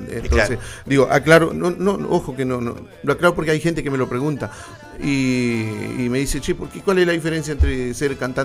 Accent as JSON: {"language": "Spanish", "region": "Paysandú", "country": "Uruguay", "moved": "yes", "lives_now": "Maldonado, Uruguay", "said": "Yo soy de Paysandú, yo vine para acá"}